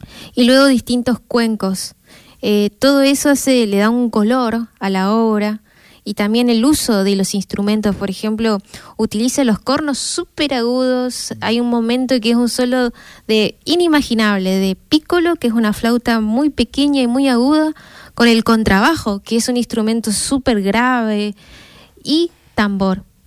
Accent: Misiones, Argentina; moved away; Sí, argentino. Yo soy nacida en Criada de Misiones

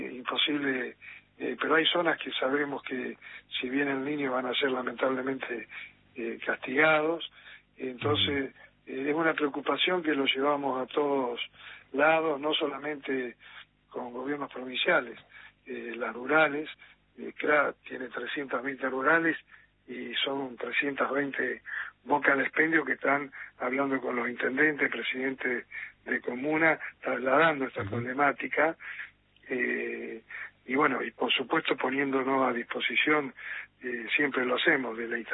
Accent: Argentina; no podemos permitirnos como argentinos, y esto no es una crítica a nadie, porque hace años que estamos así

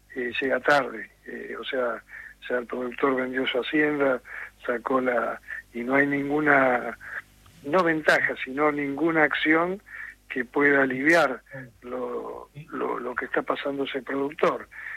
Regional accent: Argentina

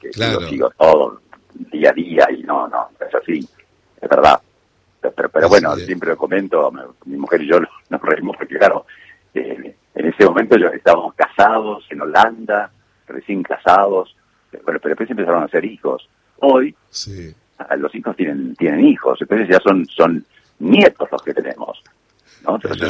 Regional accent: Argentina; yo soy hijo de uruguayo, soy uruguayo argentino.

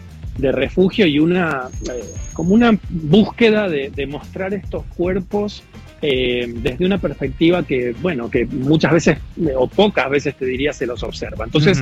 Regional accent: Córdoba, Argentina; moved away; fui recogiendo lo que he observado en mi pueblo natal, ¿no? Yo vengo de un pueblo del interior, un pueblo rural del interior de la provincia de Córdoba

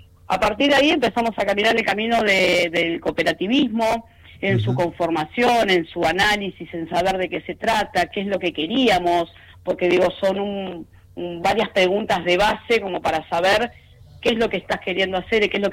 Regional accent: Buenos Aires, Argentina; moved away as an adult; now in Ushuaia, Argentina; yo soy de Buenos Aires y adopté esta ciudad como elección, esta provincia, mira, que es a la que queremos. Hace 25 años que estoy ya en Ushuaia.

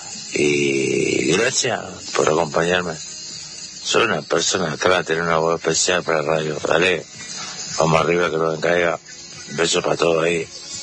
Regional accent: Río Negro, Uruguay; el uruguayo, de Río Negro, Fragmento acá, cruzando el puente Gualeguaychú.

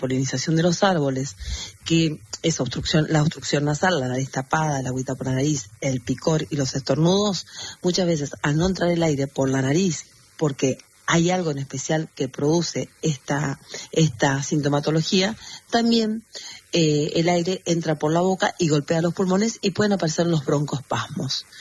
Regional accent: Bellavista, Corrientes, Argentina; En realidad es ciudad, yo le digo pueblo, pero es ciudad. Yo estoy en Bellavista, Corrientes, ocasionalmente, pero trabajo en Buenos Aires, obvio.

